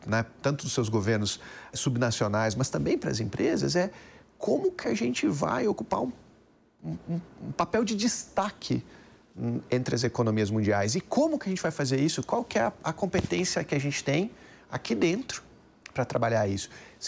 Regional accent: Rio Grande do Sul, Brazil; also born or lived in Porto Alegre; now in São Paulo, Brazil; Eu sou gaúcho.

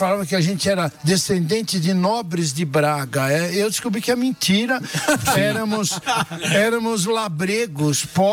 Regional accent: Galicia, Spain; Títulos de nobreza, mas eu sou galego pobre, da beira do Rio Minho.

